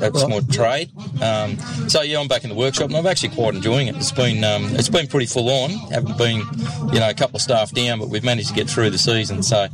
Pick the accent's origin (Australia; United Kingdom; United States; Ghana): Australia; Tamworth, New South Wales; also born or lived in Caloundra / Charleville; now in Toowoomba, Australia; not born and bred in Toowoomba, no. I'm a Tamworth boy, actually, so I come up from Tamworth years ago. Lived in Caloundra for a number of years, and we moved to Toowoomba roughly 18 years ago.